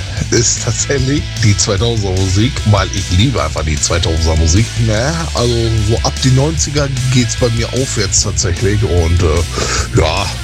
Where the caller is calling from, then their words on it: Hoogstede, Lower Saxony, Germany; Ja, ich komme aus Hoogschede. Das ist in der Grafschaft Bentheim, nah an der holländischen Grenze.